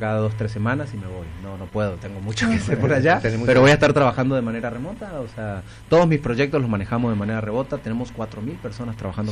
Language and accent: Spanish; Argentina; now in Mexico; soy argentino, tengo 20 años en México, soy director de un corporativo.